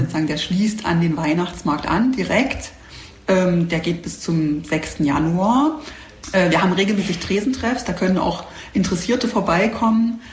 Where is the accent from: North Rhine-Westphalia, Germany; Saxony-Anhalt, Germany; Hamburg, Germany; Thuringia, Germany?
Saxony-Anhalt, Germany; Halle; Auch am Riebeckplatz ist es einfach jetzt auch kein so schöner Ort als Hallenser.